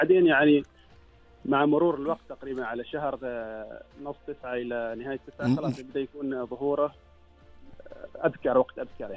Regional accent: Oman; بالنسبة لنا كعمانيين

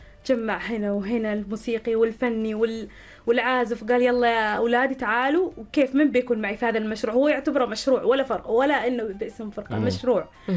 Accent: Oman; شيء خصنا كعمانيين

